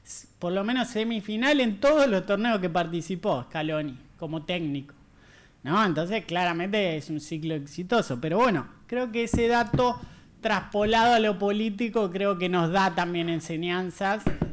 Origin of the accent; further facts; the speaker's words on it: Argentina; los argentinos todos, digamos, reivindicamos la soberanía de Malvinas.